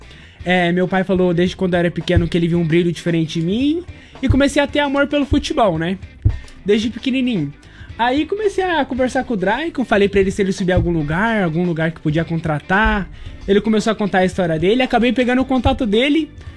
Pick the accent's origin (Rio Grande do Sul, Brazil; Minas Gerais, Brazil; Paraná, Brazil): Paraná, Brazil; Londrina; now in Chapecó, Brazil; É, na verdade, eu não sou daqui, eu sou natural de Londrina. Moro aqui em Chapecó já faz quase uns 5 anos.